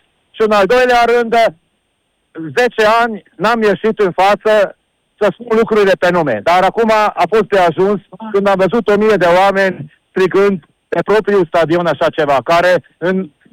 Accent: Sfântu Gheorghe, Székely Land, Romania; noi suntem maghiari și că noi suntem secui

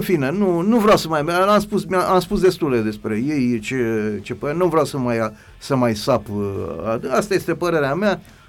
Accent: Romania; să fim mândri că suntem români

